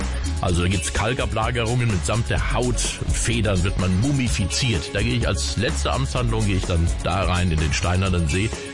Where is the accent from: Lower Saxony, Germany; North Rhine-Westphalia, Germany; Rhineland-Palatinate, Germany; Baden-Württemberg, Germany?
Rhineland-Palatinate, Germany; Solche Grammatikfallen gibt es natürlich auch im Westerwald gerade, wo ich herkomme.